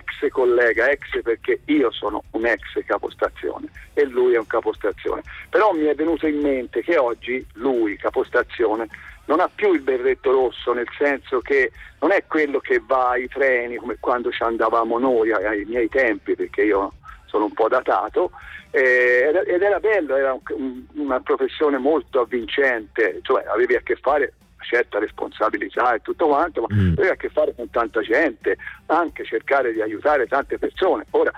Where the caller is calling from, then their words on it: Cascina, Tuscany, Italy; siamo toscani di Cesina, siamo venuti a Vignola, provincia di Modena